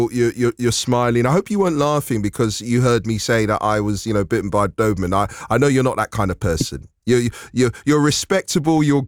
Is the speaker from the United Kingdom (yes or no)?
yes; London, United Kingdom; the flats where I grew up in Northwest London